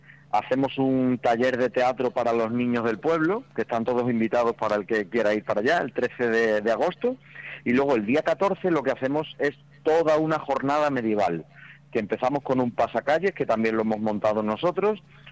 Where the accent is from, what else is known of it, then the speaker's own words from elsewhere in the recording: Almendralejo, Extremadura, Spain; Yo soy de Almendralejo y otra de las actrices también es de Almendralejo.